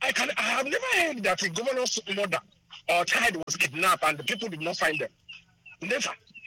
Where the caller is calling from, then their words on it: Enugu, Enugu State, Nigeria; I come from Enugu.